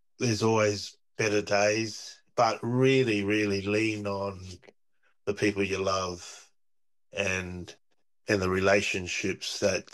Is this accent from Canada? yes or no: no; Australia; We like I've I grew up in Australia, and I have that really, really Australian sense of humor.